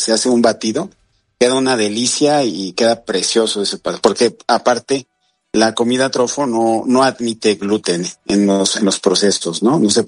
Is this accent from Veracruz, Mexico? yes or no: yes; Alvarado, Veracruz, Mexico; yo vengo de Alvarado, Veracruz, de ahí viene toda mi familia, mis padres, mis tíos, mis abuelos.